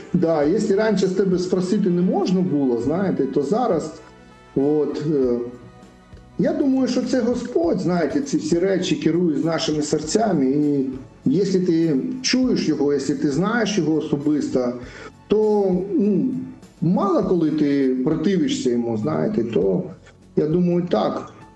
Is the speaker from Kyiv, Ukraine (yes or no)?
no; Crimea, Ukraine; born there; І я сам теж, сам теж переселенець. Чого? Бо я народився в Криму, от, дружина моя з Херсонської області